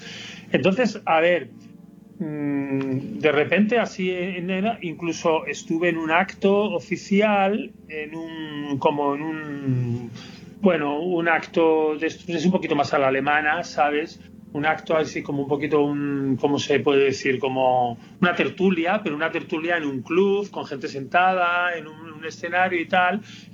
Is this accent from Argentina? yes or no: no; Spain; moved away as an adult; now in Berlin, Germany; yo viví ese furor, a ver, de niño, en mi pueblo... Cuando escuchábamos, a ver, escuchábamos cuando yo tenía 6 años, a finales de los 60, primeros de los 70